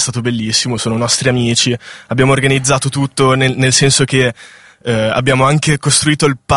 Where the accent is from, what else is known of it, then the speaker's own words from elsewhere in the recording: Bussero, Lombardy, Italy; nel mio paese, Bussero.